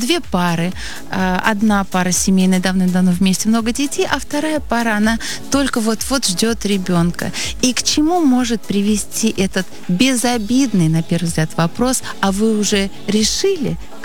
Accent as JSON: {"language": "Russian", "region": "Moscow", "country": "Russia", "tie": "born there", "said": "Да, я родилась в Москве."}